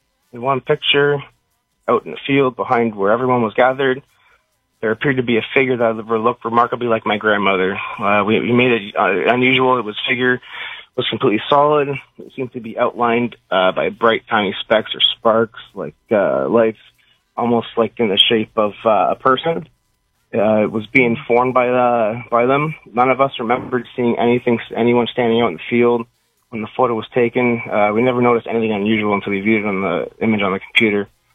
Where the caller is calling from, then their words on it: Burlington, Ontario, Canada; from Burlington, Ontario.